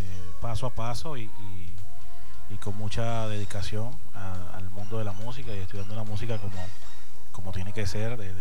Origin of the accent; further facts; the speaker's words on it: Maturín, Monagas, Venezuela; also born or lived in Caracas; Mira, yo soy de aquí de Maturín, nací en Caracas, ¿no? Pero a muy temprana edad, a la edad de 5 años, llegamos aquí a Maturín, porque mi papá es de aquí de Maturín. Y entonces, bueno, soy del Paraíso. También viví en 23 de enero, aquí en Maturín.